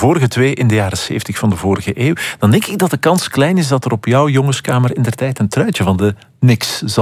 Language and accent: Dutch; Belgium